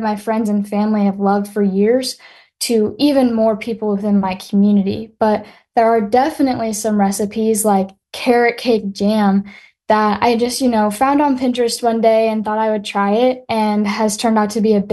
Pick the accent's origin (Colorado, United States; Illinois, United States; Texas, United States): Illinois, United States; I'm from Monroe County in Illinois, which is just about 40 minutes away from St. Louis. And it's pretty much a very rural community that also has that urban side since we are so close to the city.